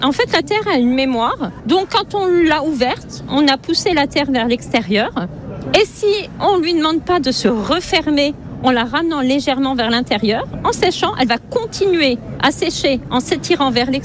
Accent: Saint-Avold, Grand Est, France; Je suis originaire du côté de Saint-Avold.

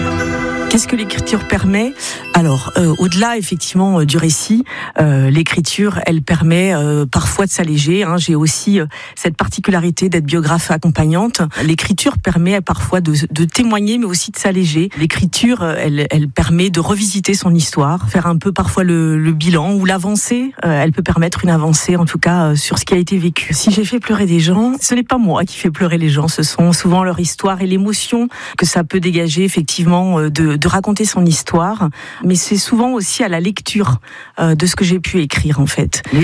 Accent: Parigny-l'Évêque, Pays de la Loire, France; also born or lived in Le Mans; j'ai 50 ans. Je suis née au Mans et j'ai grandi à Parigny-l'Évêque.

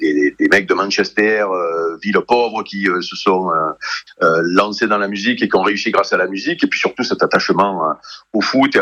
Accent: Robion, Provence-Alpes-Côte d'Azur, France; Moi, je suis de Robion

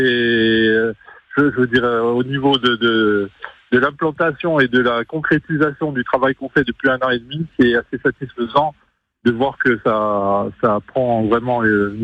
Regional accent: Corsica, France

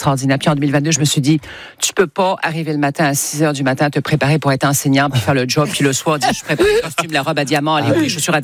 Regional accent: Saint-Malo, Brittany, France; born there; Puisque je suis née à Saint-Malo.

